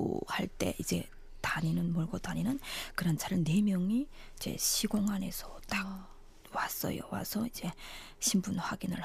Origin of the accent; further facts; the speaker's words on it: North Korea; 그래서 제가 북한 사람이다. 이렇게 인정했어요.